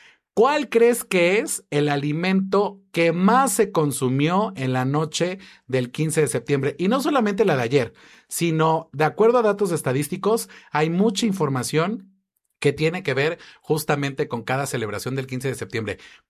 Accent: Mexico; Y además somos mexicanos sí.

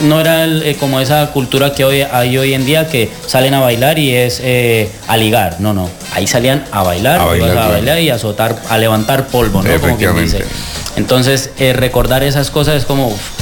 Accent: Cali, Valle del Cauca, Colombia; Nací en Cali, soy del barrio República Israel, que me crié allí, uh-huh. Un barrio muy salsero.

